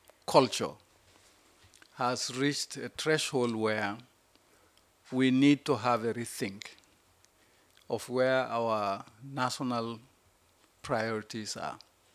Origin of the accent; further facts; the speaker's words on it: Gambia; born there; Part of my childhood, I grew up in Kauri, in that Panjang area.